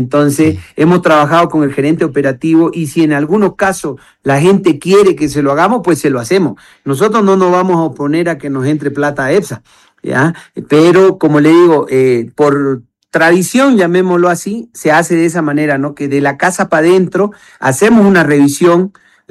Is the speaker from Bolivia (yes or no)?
yes; Oriente, Bolivia; now in El Alto, Bolivia; Yo que vengo del Oriente